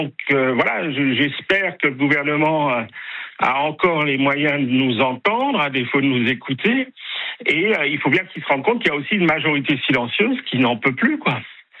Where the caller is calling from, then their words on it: Grand Est, France; Je suis alsacien